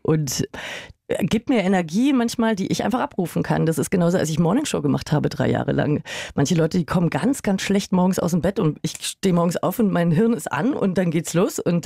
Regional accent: Weiden in der Oberpfalz, Bavaria, Germany; born there; Ja, mein Papa kommt daher. Ich habe da nie gewohnt, aber ich bin geboren in Weiden in der Oberpfalz.

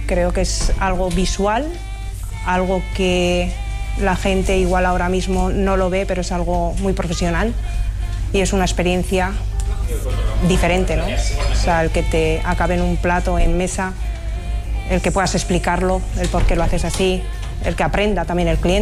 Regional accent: Santurtzi, Basque Country, Spain; also born or lived in Barakaldo; Yo soy nacida en Baracaldo, pero santurciarra, o sea, de Santurce.

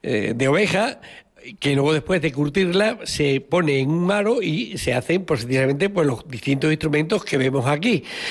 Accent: Santiago de Alcántara, Extremadura, Spain; cuando éramos pequeños, nos gustaba ir tocando las matracas y las carracas, que allí le decimos en Santiago de Alcántara, la provincia de Cáceres

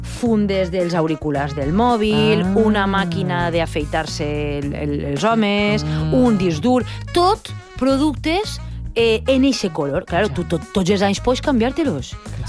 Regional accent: Valencian Community, Spain; accent: Valencian; Envoltades, ojo, ahí el meu valencià

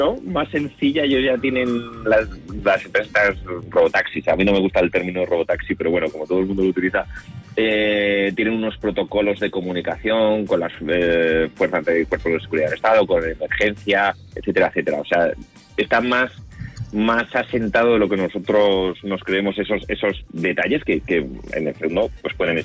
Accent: Spain; todos los que somos españoles

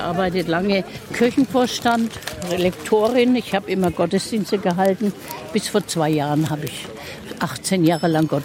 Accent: Silesian Voivodeship, Poland; moved away; Nein, ich komme aus Schlesien, ich bin Flüchtling.

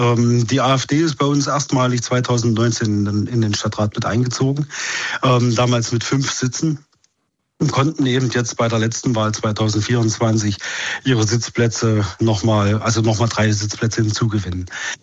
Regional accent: Querfurt, Saxony-Anhalt, Germany; Ich komme aus Querfurt, da sitzen Schnellroder, Götz Kubitschek.

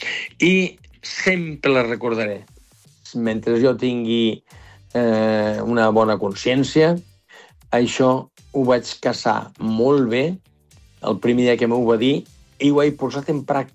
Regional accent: Catalonia, Spain

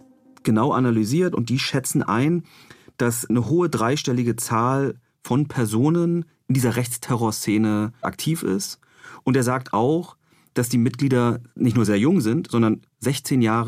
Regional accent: East Germany, Germany; ich komme selber aus Ostdeutschland

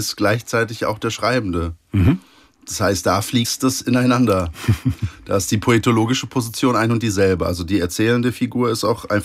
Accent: Poland; Als Pole ist irgendwie zu sagen, versteck dich.

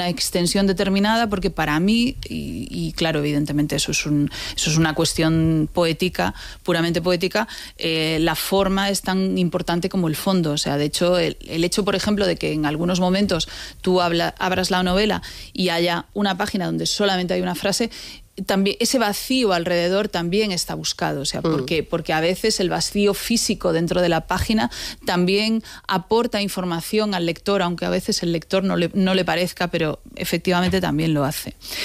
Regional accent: A Coruña, Galicia, Spain; Soy gallega de Coruña. Digámoslo, soy gallega. Gallega de A Coruña.

